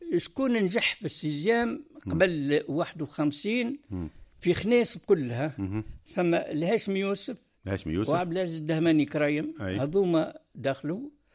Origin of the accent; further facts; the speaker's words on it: Khniss, Monastir Governorate, Tunisia; من مواليد خنيس، مولود في أكتوبر 39.